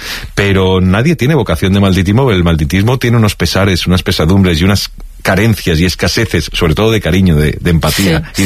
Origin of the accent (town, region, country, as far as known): Spain